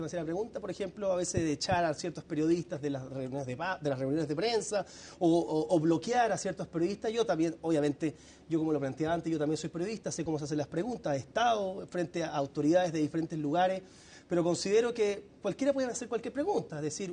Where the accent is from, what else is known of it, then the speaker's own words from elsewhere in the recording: Chile; Obviamente como chileno creo que los aranceles nos perjudican a nosotros y perjudican a otras economías pequeñas.